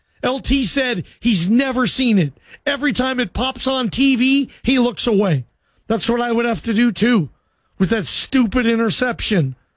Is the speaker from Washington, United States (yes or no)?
yes; Seattle, Washington, United States; And grew up a huge Seattle Seahawk fan. I'm from Seattle.